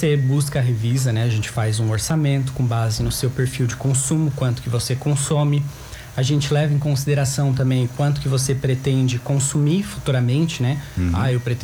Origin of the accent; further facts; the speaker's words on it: Caputera, Santa Catarina, Brazil; sou de Caputera, atuo aqui na região, né, principalmente.